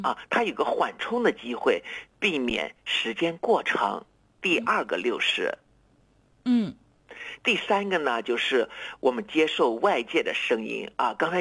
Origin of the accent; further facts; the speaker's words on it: China; 我们中国人呢更常见呢是用摄氏多少度啊